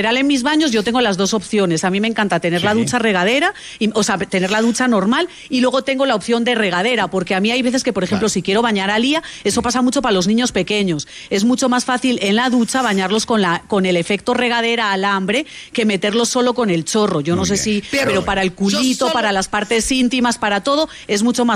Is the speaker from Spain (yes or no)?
yes; Spain; Pero, colega, yo, la verdad, yo no quiero deciros que yo que soy española, a mí me parece que todo eso son cuentos chinos.